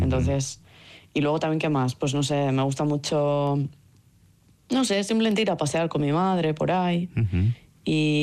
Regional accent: San Sebastián, Basque Country, Spain; moved away as an adult; Pero la verdad es que eso, yo me fui de Donostia a los 22 años y ahora voy a cumplir 40 ya en agosto.

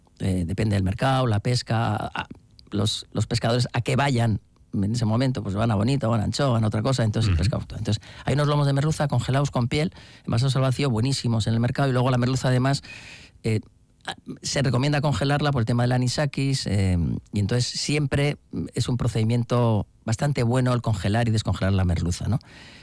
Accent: Biscay, Basque Country, Spain; así como soy de Vizcaya, el vizcaíno

